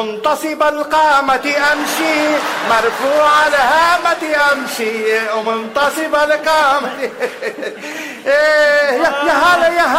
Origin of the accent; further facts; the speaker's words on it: Lebanon; انه هي سريلانكية ونحن لبنانية وامريكان